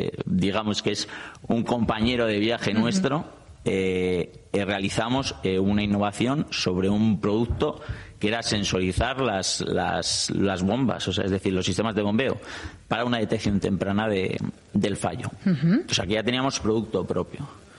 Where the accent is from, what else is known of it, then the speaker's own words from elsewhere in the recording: Basque Country, Spain; somos vascos, vascos, ¿eh?